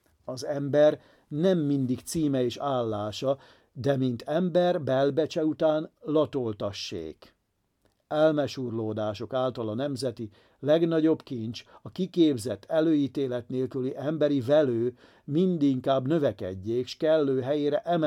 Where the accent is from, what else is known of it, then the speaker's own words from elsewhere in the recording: Hungary; Magyarként kell cselekednünk. Istenhez kiáltunk nemzetünkért, mert történelmünk viharai sok feladatot nem engedtek megoldani korábban.